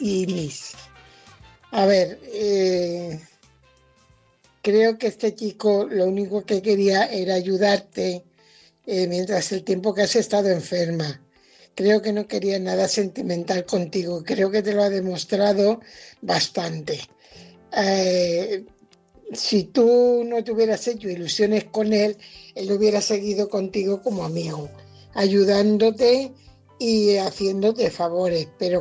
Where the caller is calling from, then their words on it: Fuenlabrada, Community of Madrid, Spain; corresponsal de Fuenlabrada.